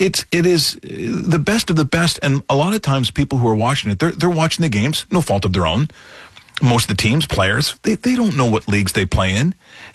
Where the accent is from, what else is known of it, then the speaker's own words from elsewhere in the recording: Ireland; Now, I'm not complaining as an Irish person that you're going to keep it up longer